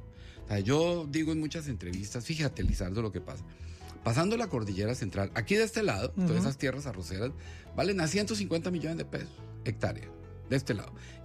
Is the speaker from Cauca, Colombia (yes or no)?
no; Neiva, Huila, Colombia; Yo nací en Neiva. Creo yo que nací en una clínica del Seguro Social que quedaba en la calle 11. Ya no existe, creo. El punto es que yo con seguridad nací en Neiva